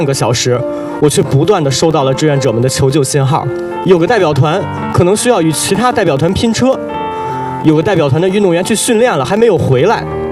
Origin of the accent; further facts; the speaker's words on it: China; 那一刻对祖国的骄傲和身为中国人的自豪，都永远回荡在我